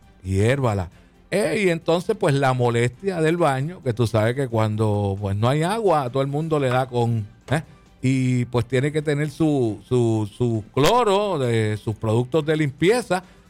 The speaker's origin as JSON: {"language": "Spanish", "country": "Puerto Rico", "said": "nosotros somos boricuas"}